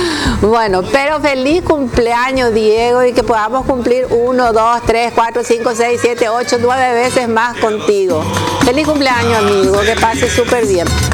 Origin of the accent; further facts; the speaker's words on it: Ciudad del Este, Alto Paraná, Paraguay; yo soy prácticamente de Ciudad del Este